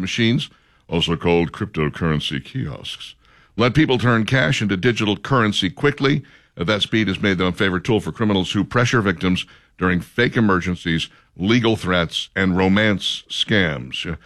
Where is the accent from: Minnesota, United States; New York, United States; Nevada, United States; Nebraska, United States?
Minnesota, United States; So, you know, Minnesota, home of the scammer, which I couldn't be prouder of because, you know, it's my home state.